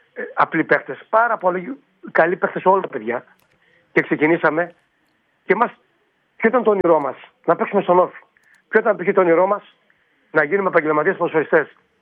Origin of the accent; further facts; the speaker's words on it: Garipa, Crete, Greece; Εγώ στο χωριό μου, τη Γαρίπα.